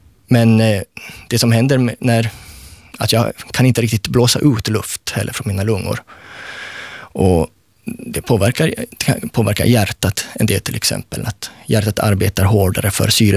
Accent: Sweden; accent: Rikssvenska; now in Finland; och när jag talar så finns det rikssvenska betoningarna kvar, som ibland också sipprar lite mot det finlandssvenska.

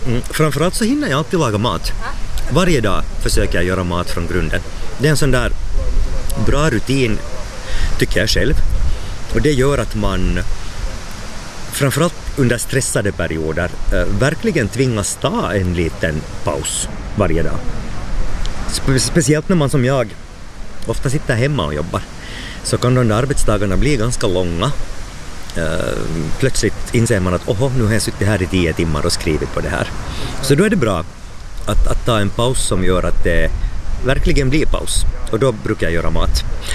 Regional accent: Hanko, Uusimaa, Finland; Jag är ju född och uppvuxen i Hange.

